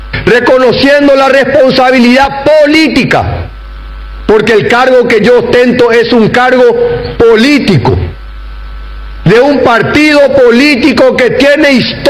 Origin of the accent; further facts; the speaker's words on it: Paraguay; me siento orgulloso como paraguayo, como un joven que ama a esta patria